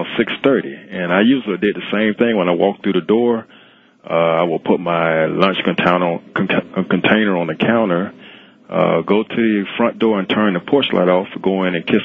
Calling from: Georgia, United States; from Georgia.

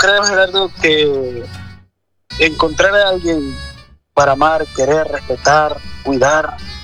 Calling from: Danlí, El Paraíso, Honduras; Yo soy de Daniel el Paraíso

